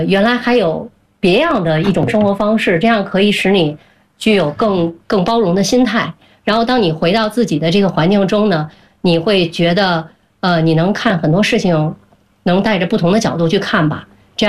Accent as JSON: {"language": "Chinese", "region": "Beijing", "country": "China", "tie": "born or raised there", "said": "我是一个土生土长的北京人，然后而且不但我是在北京生北京长，从我奶奶的姥姥那一辈儿就是北京生北京长，"}